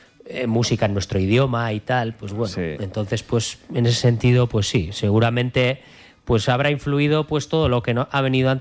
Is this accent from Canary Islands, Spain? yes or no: no; Bermeo, Basque Country, Spain; Yo soy de Bermeo y Manol es de Mundaka